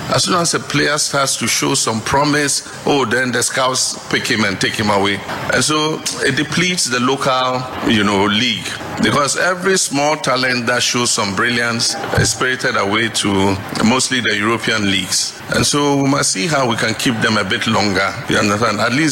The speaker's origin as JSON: {"language": "English", "country": "Ghana", "said": "I want that in future I'll go somewhere and they say I'm from Ghana, then they say, oh, Midima. And I'll say, oh, yeah, I'm from Ghana."}